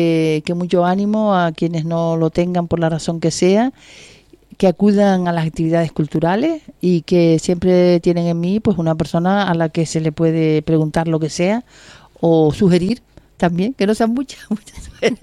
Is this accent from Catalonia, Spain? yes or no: no; Santa Brígida, Canary Islands, Spain